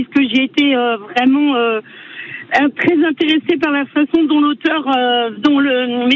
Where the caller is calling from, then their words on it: Chemazé, Pays de la Loire, France; Alors, je suis à Chemazé.